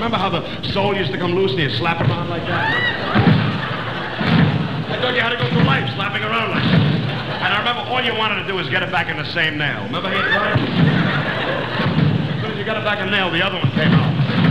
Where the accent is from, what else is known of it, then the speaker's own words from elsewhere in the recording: New York, United States; I was born in Brooklyn, and we lived in the back of a candy store, and we had no rooms.